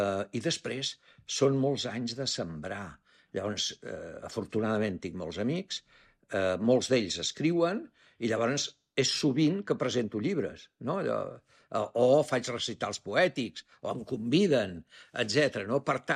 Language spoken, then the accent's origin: Catalan; Barcelona, Catalonia, Spain; now in Ibiza, Spain; Jo ja porto més anys aquí que a Barcelona. Llavors, clar, tinc les arrels a Barcelona i m'estimo Barcelona.